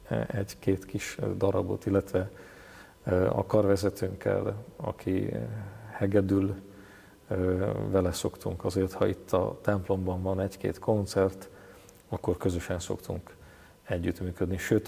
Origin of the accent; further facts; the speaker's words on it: Babindol, Nitra Region, Slovakia; én egy kis településről származom, Zoborvidékről, Bábindal, 700 lakosú a település